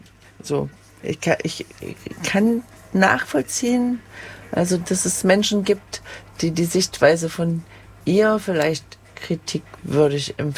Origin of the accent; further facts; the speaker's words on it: Halle, Saxony-Anhalt, Germany; ich komme aus Halle und Sachsen-Anhalt